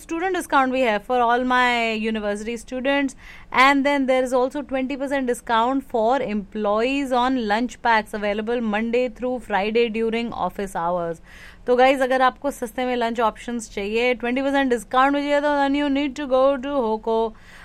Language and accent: Hindi; Delhi, India; now in Texas, United States; मैं दिल्ली से हूँ और दिल्ली में तो था नहीं होको।